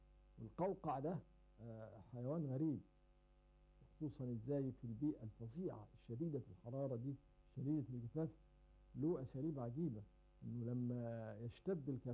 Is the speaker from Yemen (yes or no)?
no; Egypt; عندنا في مصر